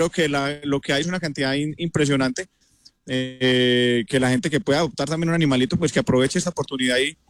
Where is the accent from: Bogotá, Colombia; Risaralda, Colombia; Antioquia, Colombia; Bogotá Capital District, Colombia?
Risaralda, Colombia; Pereira; yo que soy de Pereira